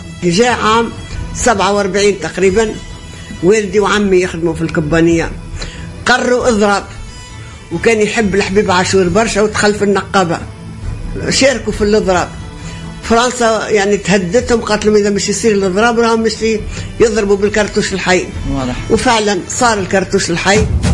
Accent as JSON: {"language": "Arabic", "town": "Sfax", "region": "Sfax Governorate", "country": "Tunisia", "tie": "born or raised there", "said": "من مواليد 26 أكتوبر 1936. اتولدت في مدينة صفاقس في البلاد العربي"}